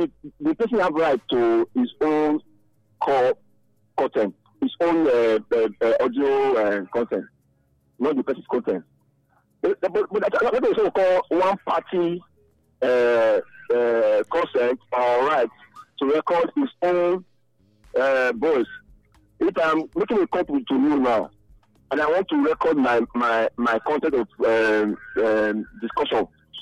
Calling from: Benin; I'm calling from Benin.

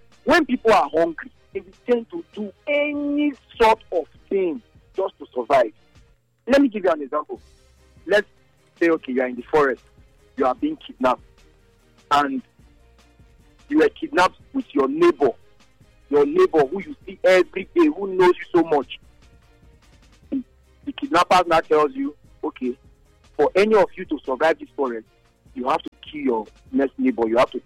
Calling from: Nigeria; I'm calling you from Opalawan.

